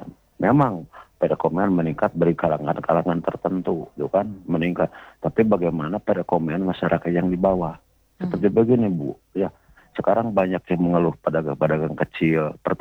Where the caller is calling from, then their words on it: Bandung, West Java, Indonesia; Saya dari Bandung nih ya.